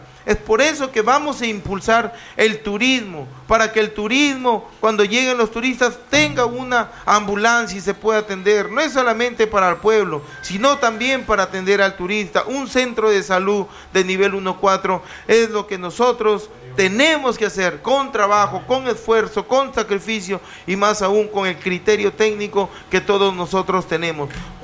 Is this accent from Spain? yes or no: no; Túcume, Lambayeque, Peru; tucumano de nacimiento, de corazón, de padres tucumanos, así como tú, yo soy tucumano. He crecido y me he desarrollado en mi caserío La Pintada de Tucumán. Aquí estudiaba en el 10225 y sigo aquí